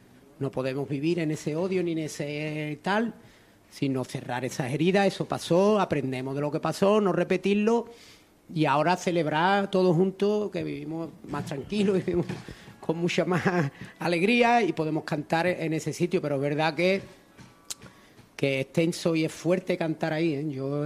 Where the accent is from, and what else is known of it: El Puerto de Santa María, Andalusia, Spain